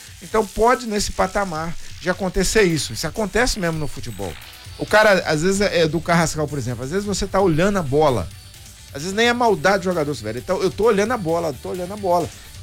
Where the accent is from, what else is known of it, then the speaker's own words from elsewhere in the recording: Rio de Janeiro, Brazil; eu sou do estado do Rio